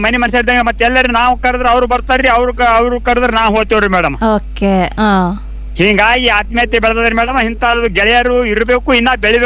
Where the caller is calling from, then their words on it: Bijapur, Karnataka, India; ಬಿಜಾಪುರ್ ಜರ ತಂಪಾಗ್ಯಾದ್ರಿ ಮೇಡಮ್, ನಿನ್ನೆ ಜರ ಮಳೆ ಆಗ್ಯಾದ್ರಿ ನಮಗ ಬಿಜಾಪುರ್ಕ.